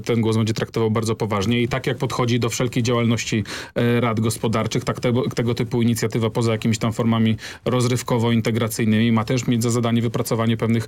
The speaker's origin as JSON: {"language": "Polish", "region": "Masovian Voivodeship", "country": "Poland", "said": "Jestem z Mazowsza"}